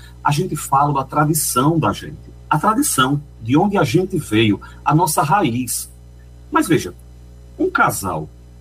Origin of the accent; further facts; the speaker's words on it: Recife, Pernambuco, Brazil; Quando alguém chega na minha casa, a primeira coisa que eu quero contar é de onde eu vim. Veja, quando a gente começou a se falar hoje, eu disse a você, eu sou de Recife, né?